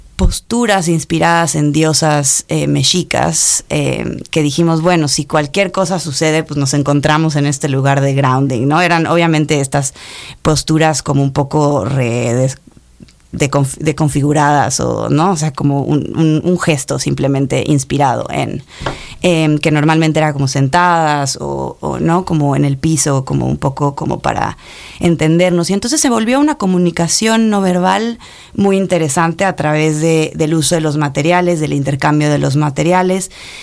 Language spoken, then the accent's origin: Spanish; Salta, Argentina